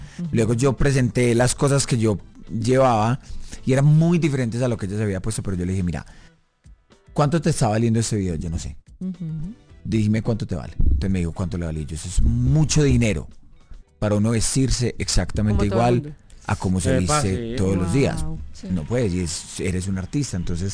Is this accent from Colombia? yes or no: yes; Colombia; A todos como colombianos nos duele un montón